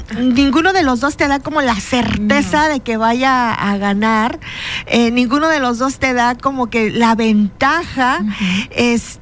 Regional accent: Mexico; nosotros como mexicanos somos ejemplo a nivel mundial de la solidaridad

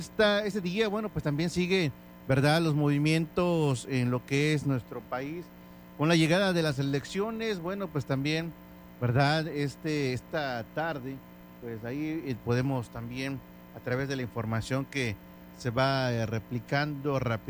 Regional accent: Mexico; cuando son eventos de unirnos como mexicanos

